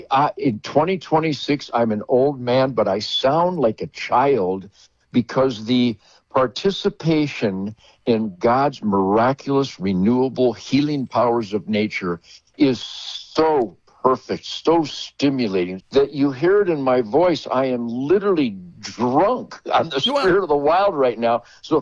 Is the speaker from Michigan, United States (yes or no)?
yes; Detroit, Michigan, United States; I was born literally in Detroit in 1948